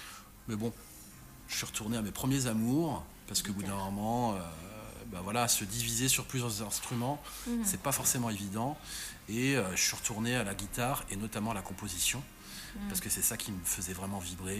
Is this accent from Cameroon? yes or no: no; Chartres, Centre-Val de Loire, France; moved away as an adult; also born or lived in Saint-Germain-en-Laye, France; now in Belgium; je suis né en France, désolé. À Saint-Germain-en-Laye exactement, mais j'ai grandi du côté de Chartres